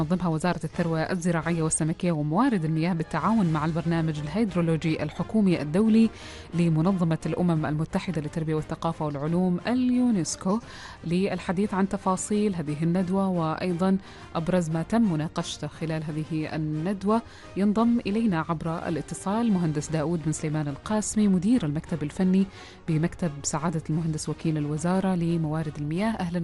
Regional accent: Oman; عندنا في سلطنة عمان

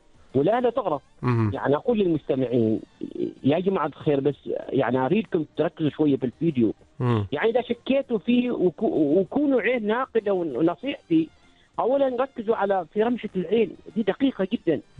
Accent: Oman; والأهم عندنا نحن كعمانيين

